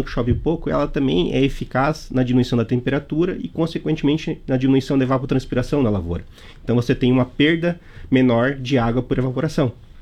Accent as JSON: {"language": "Portuguese", "region": "Santa Catarina", "country": "Brazil", "tie": "born or raised there", "moved": "as an adult", "lives_now": "Western Santa Catarina, Brazil", "said": "eu não sou natural do Alto, eu não sou natural aqui do Oeste, Santa Catarina, né? Eu sou natural do Alto Vale Itajaí"}